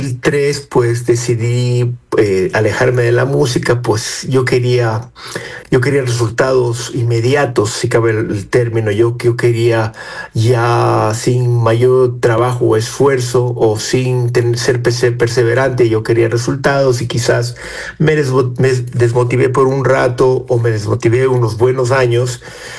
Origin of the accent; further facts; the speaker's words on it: Salinas, Santa Elena, Ecuador; now in Quito, Ecuador; El tema de mi tierra, de Ecuador. Yo crecí en Salinas, en la playa, en los 80s, cuando la península de Santa Elena, en esa época península, pues era hermosa, era inocente, era natural, era querida